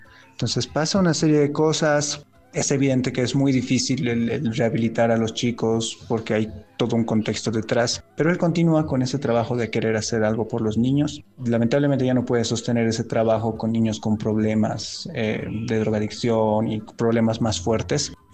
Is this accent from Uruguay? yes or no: no; Bolivia; toda la historia de nuestro país, de Bolivia